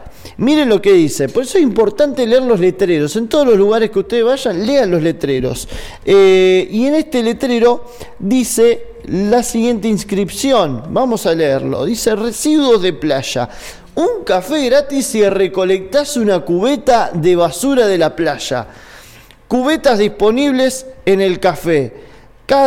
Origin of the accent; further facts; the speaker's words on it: Argentina; Somos argentinos